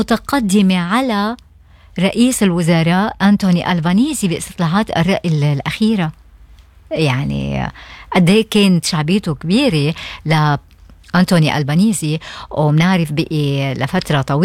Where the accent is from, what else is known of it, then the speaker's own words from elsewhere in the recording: Lebanon; now in Australia; نحن كجالية لبنانية وعرب